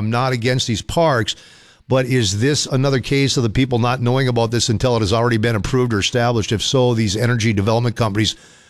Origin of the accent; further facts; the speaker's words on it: Hibbing, Minnesota, United States; I was born and raised in Hibbing.